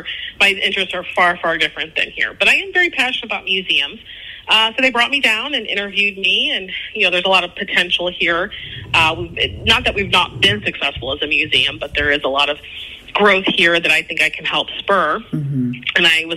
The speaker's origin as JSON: {"language": "English", "region": "Indiana", "country": "United States", "tie": "born there", "also_born_or_lived": "Michigan / New York / North Carolina / Texas", "moved": "as an adult", "said": "I'm a Hoosier-born person, and I was born in Northwest Indiana. Went to Ball State, went to Valparaiso, but prior to my time here, I worked in Michigan."}